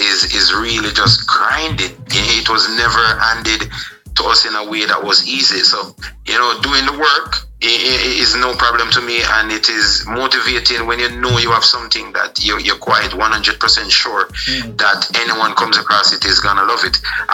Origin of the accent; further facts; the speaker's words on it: Jamaica; I'm from Jamaica